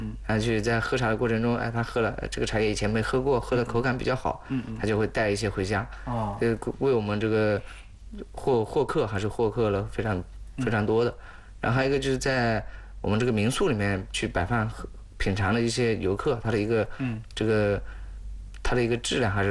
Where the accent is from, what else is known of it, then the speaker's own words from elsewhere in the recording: Anhui, China; 到祁门又要去打车打到我们乡下